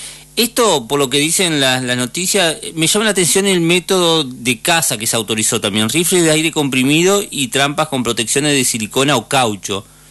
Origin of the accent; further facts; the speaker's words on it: Victoria, Entre Ríos, Argentina; Sí, somos de Victoria.